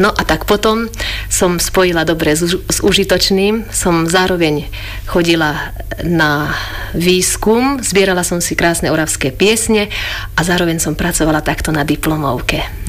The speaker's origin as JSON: {"language": "Slovak", "region": "Žilina Region", "country": "Slovakia", "said": "Ja som sa tak trošku v kútiku duše haňbila, že ja vlastne som z Oravy a tie piesne nepoznám."}